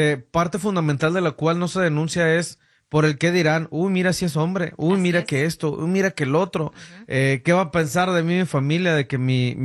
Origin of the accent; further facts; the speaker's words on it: Guanajuato, Mexico; moved away; yo soy de Guanajuato.